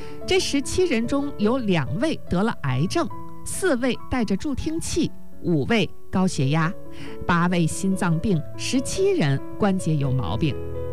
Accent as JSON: {"language": "Chinese", "country": "China", "said": "而我们中国人现在生存年龄和日本人也相差不太多"}